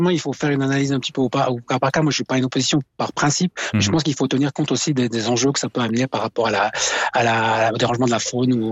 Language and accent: French; Valais, Switzerland; un souci que j'ai aussi en tant que Valaisan